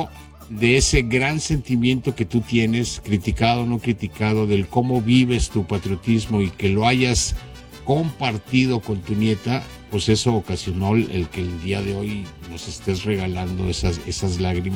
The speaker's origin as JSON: {"language": "Spanish", "country": "Mexico"}